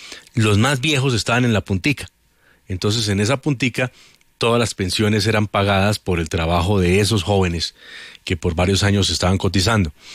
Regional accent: Colombia

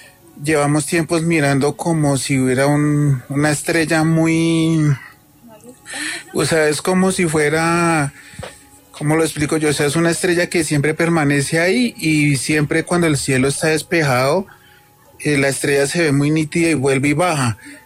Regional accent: Facatativá, Cundinamarca, Colombia; born there; Para los que vivimos en Facatativá toda la vida

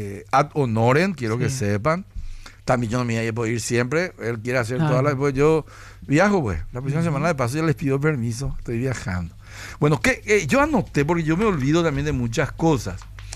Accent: Paraguay; pero soy paraguayo.

